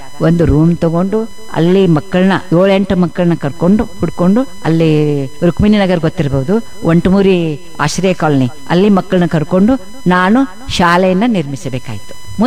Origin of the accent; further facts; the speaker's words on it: Lokapur, Karnataka, India; moved away as an adult; also born or lived in Mysore / Nagamangala; ವರ್ಷಕ್ಕೊಂದೆರಡು ಸಲ ಬೆಳಗಾವಿಗೆ ಲೋಕಾಪುರಕ್ಕೆ ಬರ್ತಾ ಇದ್ದೆ.